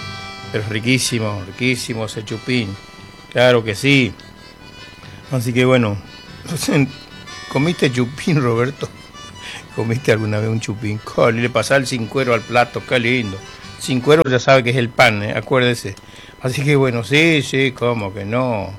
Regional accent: Argentina; Y así somos los argentinos.

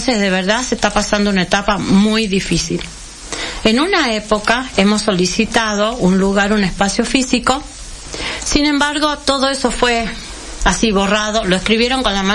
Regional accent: Salta, Argentina; Somos de Salta Capital.

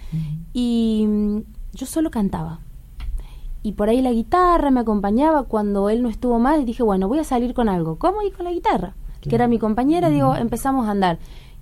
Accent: Formosa, Argentina; now in Córdoba, Argentina; Nosotros claro, vivíamos en la provincia de Formosa. Si bien yo nací en Formosa, mi papá en el Chaco, tenemos 100 kilómetros de diferencia.

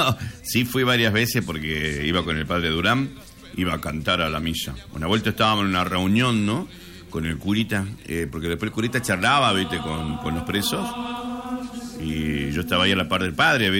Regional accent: Campo Santo, Salta, Argentina; now in Salta, Argentina; Yo en aquella época no vivía acá, yo era de Camposanto, changuito de mi pueblo

